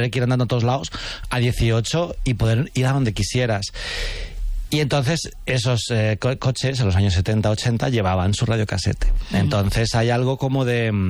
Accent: Alcorcón, Community of Madrid, Spain; Cuando decían, ¿tú de dónde eres? Yo decía, Alcorcón.

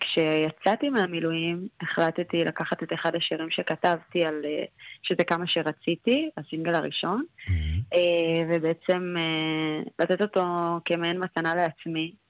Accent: Netivot, Southern District, Israel; now in Tel Aviv, Israel

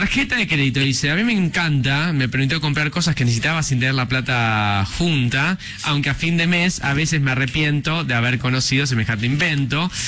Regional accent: Goya, Corrientes, Argentina

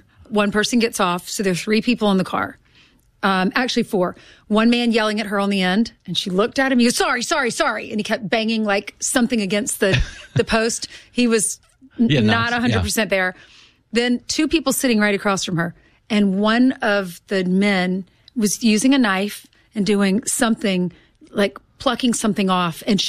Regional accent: South Carolina, United States; now in New York, United States; I mean, I grew up in South Carolina, wanted to be in New York so badly.

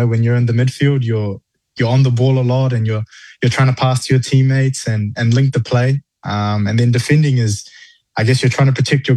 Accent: Auckland, New Zealand; when I was 5 years old, when I was a little kid growing up in Manurewa, Auckland.

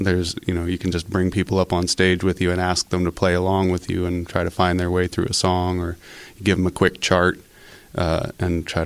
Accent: Mount Lebanon, Pennsylvania, United States; Oh, I grew up here in Pittsburgh.

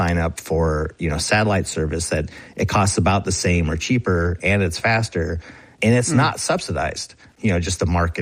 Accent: Alaska, United States; But, I'm from Alaska. I grew up here.

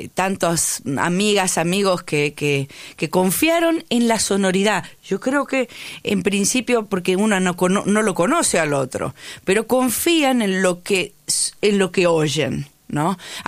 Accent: Buenos Aires, Argentina; born there; Yo de acá, nacida en Cava, en Capital

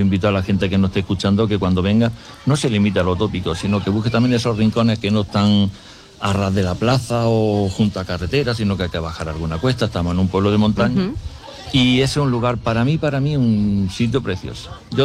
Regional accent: Spain

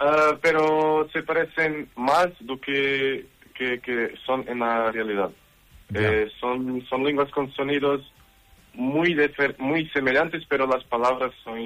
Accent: Portugal; Spanish is a second language; now in Covilhã, Portugal; En nuestro país tenemos... hablo de nuestra ciudad. No somos de Lisboa, pero estamos estudiando en una ciudad en el interior

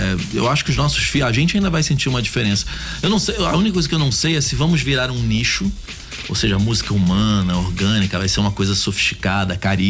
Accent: Rio de Janeiro, Brazil; Não, eu amo a Barra, tá? Eu moro na Barra a vida inteira, não saio, não vou pra Zona Sul de jeito nenhum.

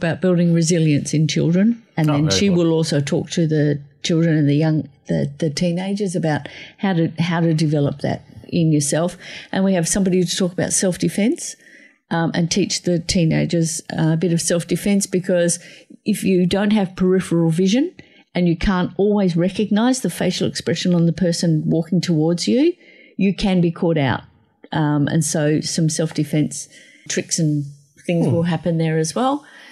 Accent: Australia; born there; I'm actually thankful I was born in Australia.

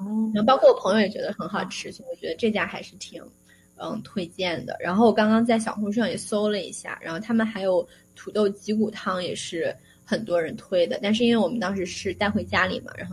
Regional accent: Shandong, China; moved away; 我是山东人，

